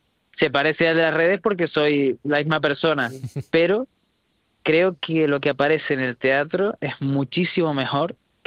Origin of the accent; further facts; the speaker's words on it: Tenerife, Canary Islands, Spain; De repente, pues yo mismo que soy de Tenerife, pues puedo irme allí a estar con ustedes